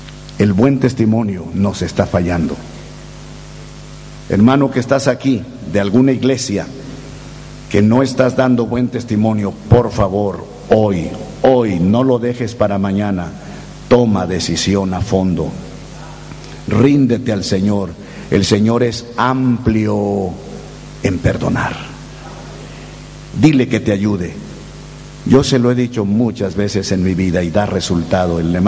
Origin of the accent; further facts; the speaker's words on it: Chiapas, Mexico; born there; moved away; de mi tierra, Chiapas